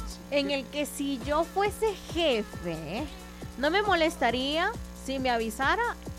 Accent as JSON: {"language": "Spanish", "country": "El Salvador", "said": "yo sé que a muchos de nosotros como salvadoreños y tanto afuera de las fronteras nos ha tocado en algún punto hacer sacrificios"}